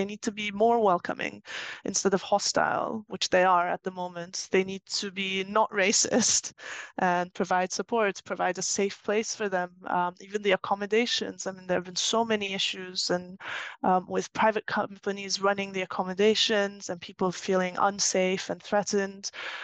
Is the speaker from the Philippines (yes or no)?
no; Turkey; moved away as an adult; also born or lived in United Kingdom / New York, United States; now in France; I was born in the UK. Both my parents are Turkish. I grew up in Turkey. Then I left when I was 18. I lived in the US, in New York, and then I went back to the UK. And now I'm in France.